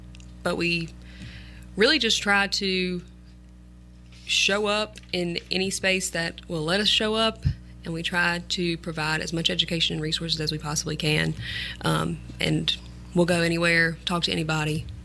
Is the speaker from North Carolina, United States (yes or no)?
yes; Stokes, North Carolina, United States; I also grew up around here. I grew up in Stokes, Bethel area, and I also went to North Pitt High School.